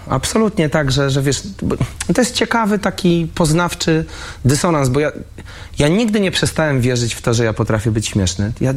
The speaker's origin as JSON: {"language": "Polish", "town": "Warsaw", "region": "Masovian Voivodeship", "country": "Poland", "tie": "born or raised there", "said": "ja jestem chłopakiem z Bielokowiska, tak jak … jestem z Bielan tylko."}